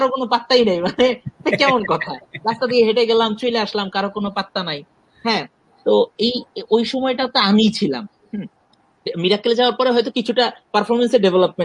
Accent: Dhaka, Dhaka Division, Bangladesh; আমি আসলে ঢাকাতেই বড় হয়েছি, এবং আমার আমার জীবন যাপন, আমার চিন্তা ভাবনা, আমার কথাবার্তা, আমার জোক, আমার লেখালেখি সব জায়গায় আসলে ঢাকাটাই বেশি। আমি ঢাকার এই যানজট, যান্ত্রিকতা, এগুলোর মধ্যেই বড় হয়েছি

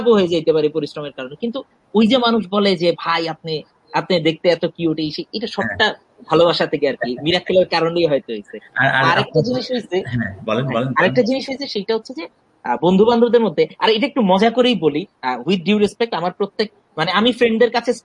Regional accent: Dhaka, Dhaka Division, Bangladesh; আমি আসলে ঢাকাতেই বড় হয়েছি, এবং আমার আমার জীবন যাপন, আমার চিন্তা ভাবনা, আমার কথাবার্তা, আমার জোক, আমার লেখালেখি সব জায়গায় আসলে ঢাকাটাই বেশি। আমি ঢাকার এই যানজট, যান্ত্রিকতা, এগুলোর মধ্যেই বড় হয়েছি

